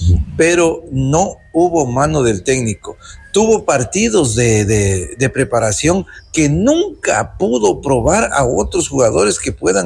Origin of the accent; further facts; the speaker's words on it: Ecuador; Como ecuatoriano, como un ecuatoriano más